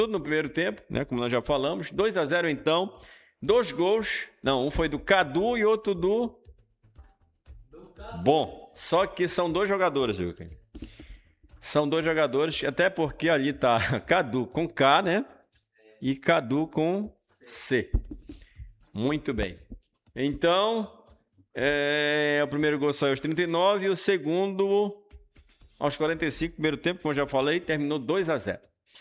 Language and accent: Portuguese; Brazil; Para nós que somos brasileiros